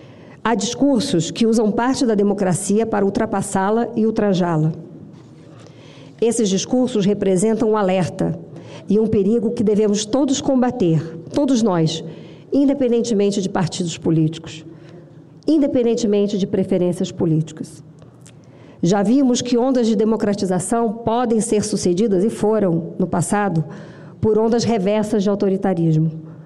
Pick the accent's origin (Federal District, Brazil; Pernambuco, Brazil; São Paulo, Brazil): Federal District, Brazil; Brasília; eu sou de Brasília, eu nasci de Brasília e eu vivo em Brasília. Vivi praticamente a minha vida toda pública aqui em Brasília.